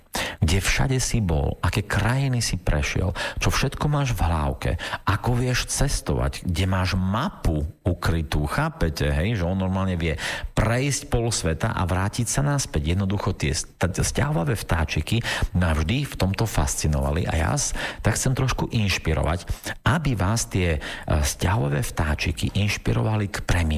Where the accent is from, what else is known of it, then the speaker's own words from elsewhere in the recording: Bardejov, Prešov Region, Slovakia; lebo ja som sa narodil v Bardejove a tam som prežil celé svoje detstvo.